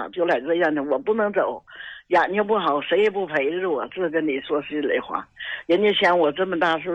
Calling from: Shenyang, Liaoning, China; 我沈阳的

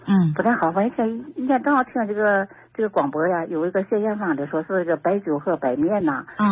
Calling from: Tianjin, China; 天津宁河的人。今年69岁。

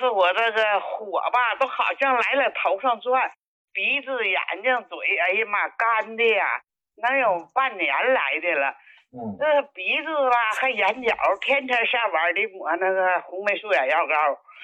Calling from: Shenyang, Liaoning, China; 我是沈阳的。我今年90岁。

